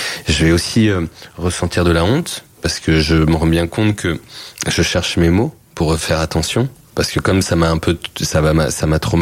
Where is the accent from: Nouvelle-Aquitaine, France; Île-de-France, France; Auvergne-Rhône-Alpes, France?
Île-de-France, France; moved away; je venais de Seine-Saint-Denis